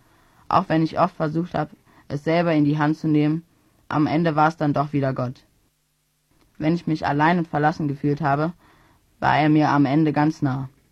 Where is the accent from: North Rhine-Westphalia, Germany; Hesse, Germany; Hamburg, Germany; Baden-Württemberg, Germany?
North Rhine-Westphalia, Germany; Hennef; momentan Praktikant bei Neues Leben. Ich komme aus Hennef in der Nähe von Siegburg und gehe auf die Freichristliche Gesamtschule Rhein-Sieg. Zurzeit gehe ich in die 8. Klasse